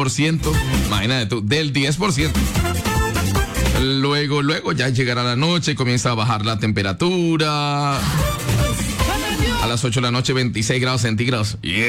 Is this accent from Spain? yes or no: no; Pailitas, Cesar, Colombia; moved away; Pailita, Cesar, mi pueblo